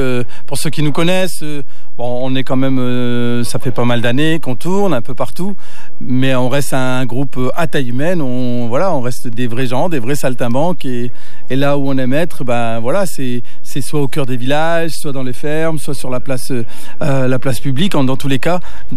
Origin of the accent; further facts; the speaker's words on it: Roubaix, Hauts-de-France, France; Parce que moi je suis né, j'ai grandi à Roubaix. Donc Roubaix, c'est une ville industrielle, une ancienne ville industrielle, qui a connu la crise industrielle dans les années 70, qui est devenue une ville très très pauvre, avec beaucoup de précarité, avec beaucoup de problèmes